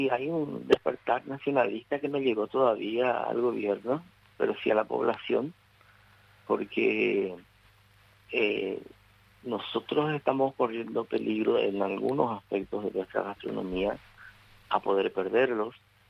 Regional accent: Paraguay

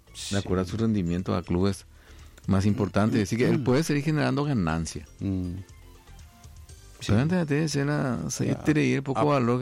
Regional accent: Paraguay; ¿Será porque somos paraguayos y nos cuesta tanto vender a nuestros jugadores?

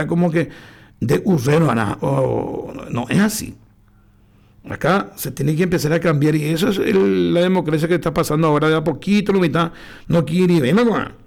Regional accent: Pilar, Ñeembucú, Paraguay; nosotros que somos de Pilar

